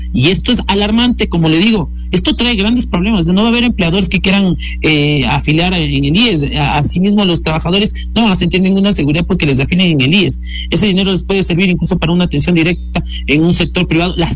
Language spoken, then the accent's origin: Spanish; Ecuador; nosotros como ecuatorianos